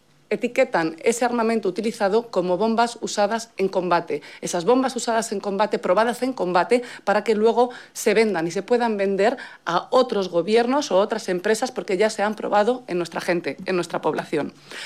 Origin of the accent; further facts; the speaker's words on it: Spain; born there; Yo soy hispano-palestina, nacida en España, de padre palestino y madre española.